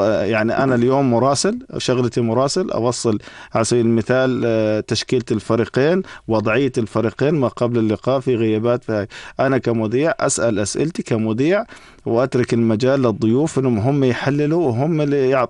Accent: Jordan; احنا عندنا في الاردن

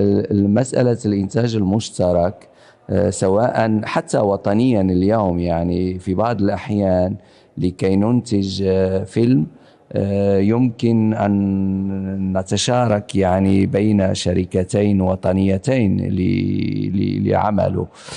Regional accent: Morocco; أنا منتج من المغرب، أعمل ما بين المغرب وفرنسا، أنتج تقريبا منذ 20 سنة

